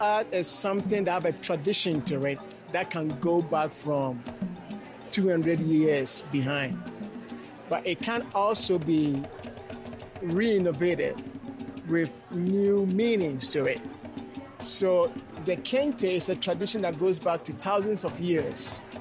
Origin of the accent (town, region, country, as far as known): Ghana; moved away as an adult; now in Texas, United States